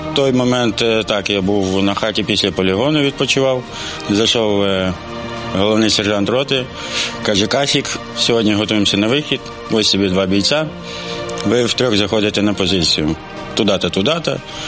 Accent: Roksolany, Odesa Oblast, Ukraine; Я з Одеси, з півдня країни, з невеличкого села неподалік Одеси, такого милозвучного, називаються Роксолани. Найсонячно, по-моєму, спогади тільки найкращі. Там я провів все своє дитинство, ну і весь свій життєвий шлях

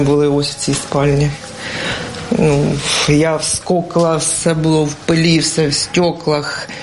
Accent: Vovchansk, Kharkiv Oblast, Ukraine; у нас сумка з документами вже, ми вже навчені, ми з Вовчанська.

